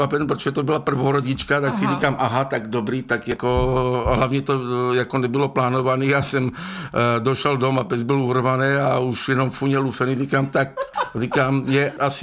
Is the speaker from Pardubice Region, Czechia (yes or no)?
no; Hulín, Zlín Region, Czechia; já pocházím od Huléna